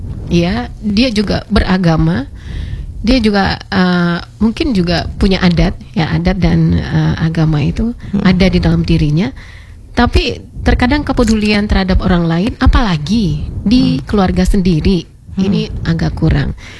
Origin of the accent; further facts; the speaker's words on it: West Sumatra, Indonesia; bangga sih sebagai orang Minang ya saya.